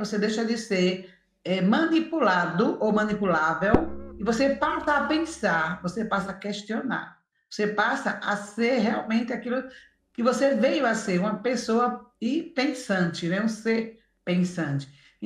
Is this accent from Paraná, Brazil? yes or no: no; Pernambuco, Brazil; de Pernambuco. Sou catarinense e sou de Pernambuco.